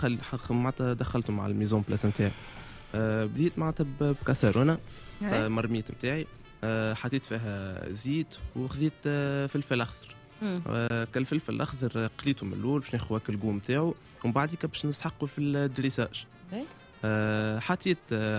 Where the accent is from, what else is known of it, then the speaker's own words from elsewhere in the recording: Tunis, Tunis Governorate, Tunisia; born there; أنا تولد في تونس الحقيقة